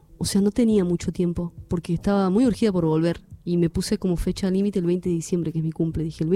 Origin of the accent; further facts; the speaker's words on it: Córdoba, Argentina; yo que vengo de Córdoba no paro de v